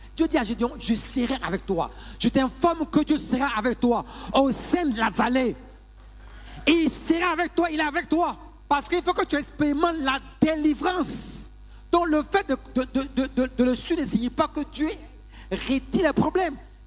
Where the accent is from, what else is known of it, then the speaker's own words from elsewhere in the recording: Yopougon, Abidjan, Côte d’Ivoire; Notamment chez moi, à Yopougon. On aime ça.